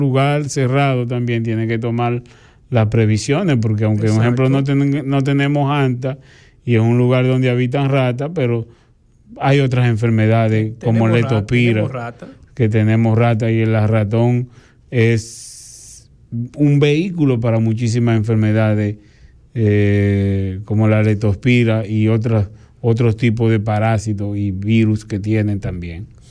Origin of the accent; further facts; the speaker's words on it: Dominican Republic; nosotros tenemos como República Dominicana